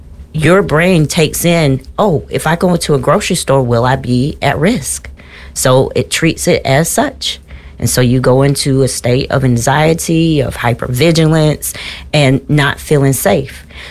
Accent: the South, United States; Growing up in the South, there was no computer. There was not a cell phone.

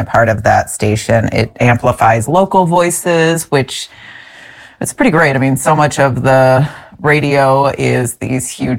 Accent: Saint Paul, Minnesota, United States; I was born in St. Paul.

